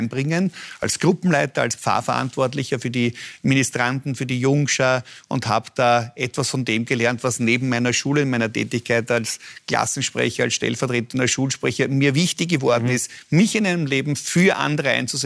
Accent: Vienna, Austria; Im Blick auf den Gemeindebau da hinten, dort bin ich aufgewachsen. Dort haben wir auch noch Schlangen suchen können, Pfeil und Bogen spielen und einiges von dem am Stadtrand von Wien erleben zu können, das mich echt als liebenden Wiener auszeichnet

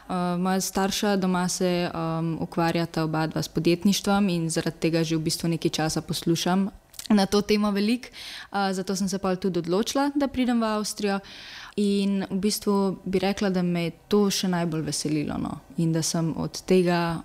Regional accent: Ljubljana, Central Slovenia, Slovenia; stara sem 20 let in prihajam iz Ljubljane.

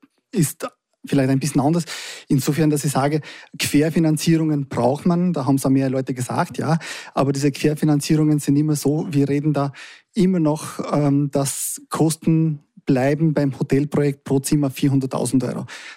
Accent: Kosovo; now in Traunsee, Austria; ich komme aus dem Kosovo und lebe hier seit 24 Jahren

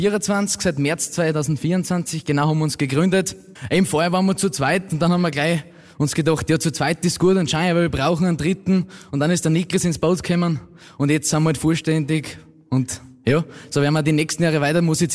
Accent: Veitsch, Styria, Austria; now in Wartberg, Austria; ja, ich bin ursprünglich aus der Feitsch oder war einmal in der Feitsch auch heimisch. Ja, jetzt ist halt der Wartberger geworden und heute sind wir da in St. Barbara.

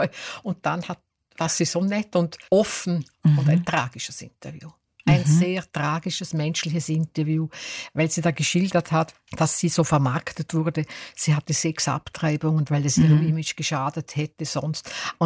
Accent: Austria; als Österreicherin

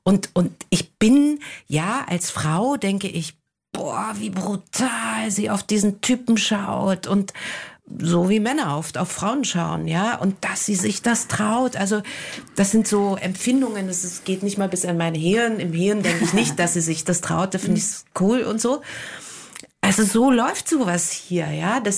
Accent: East Germany, Germany; Ich komme ja ursprünglich aus der DDR.

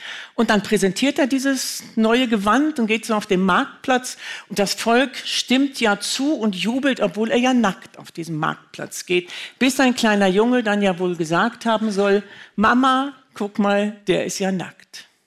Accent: Northern Germany, Germany; 43 Meter, das waren so meine ersten Berge, in denen ich groß geworden bin. Und ich spreche hier ja wirklich gerne als Norddeutsche

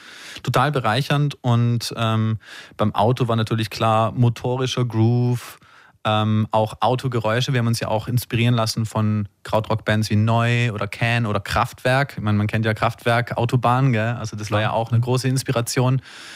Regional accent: Axams, Tyrol, Austria; also born or lived in Mannheim; now in Vienna, Austria; ich bin natürlich jetzt als Künstler in Wien gebased und ich war ja immer Tiroler, also ich bin Tiroler Künstler

